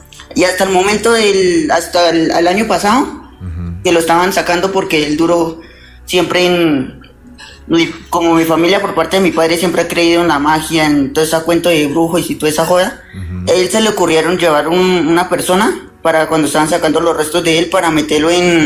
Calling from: Bogotá, Colombia; Me comunico desde Bogotá.

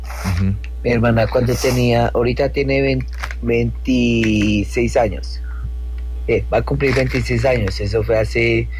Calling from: Soacha, Cundinamarca, Colombia; tenía 18 años. Imagínate que nosotros nos fuimos a, yo soy de Soacha, Bogotá, y nos fuimos a vivir en el Rincón del Lago, por la ciudad de la Sucre, igual en Soacha

